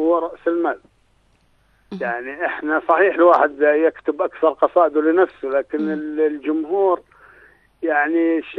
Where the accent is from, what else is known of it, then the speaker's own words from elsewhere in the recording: Jordan; عندنا بالأردن